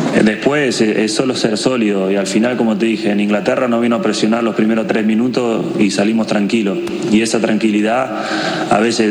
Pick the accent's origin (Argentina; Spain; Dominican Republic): Argentina